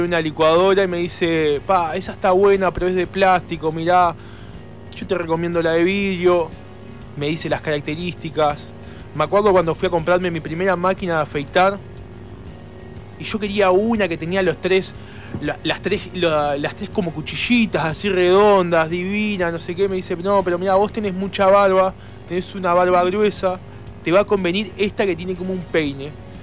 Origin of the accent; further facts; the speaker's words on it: San Carlos, Maldonado, Uruguay; como soy oriundo de San Carlos, nacido ahí